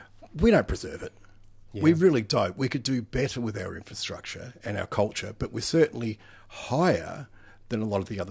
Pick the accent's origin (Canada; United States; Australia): Australia; Adelaide, South Australia; I went, I come from Adelaide.